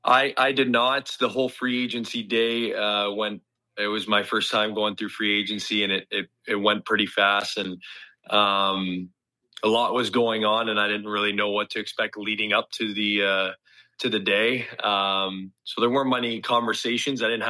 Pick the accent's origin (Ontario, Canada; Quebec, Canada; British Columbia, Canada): Ontario, Canada; Toronto; moved away; being Canadian